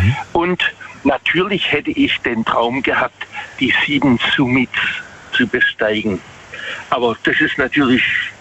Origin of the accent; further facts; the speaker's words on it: Waghäusel, Baden-Württemberg, Germany; Also ich komme aus Waghäusel.